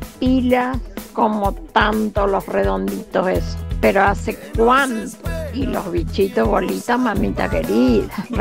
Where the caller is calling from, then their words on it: Pilar, Buenos Aires Province, Argentina; de Pilar.